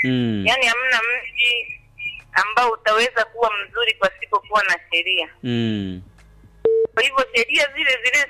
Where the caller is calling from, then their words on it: Musoma, Mara, Tanzania; Natoka Buemba ya Musoma.